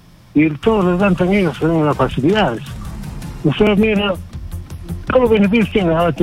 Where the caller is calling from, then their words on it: Lima, Peru; de Sector de Lima.